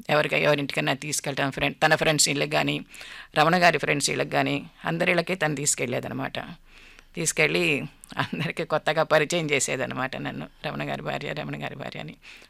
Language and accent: Telugu; Arugolanu, Andhra Pradesh, India; born there; moved away; బెజవాడ నుంచి రావటం, అరగంట ప్రయాణం మా ఊరు, అంతే, అంతకంటే ఎక్కువ లేదు.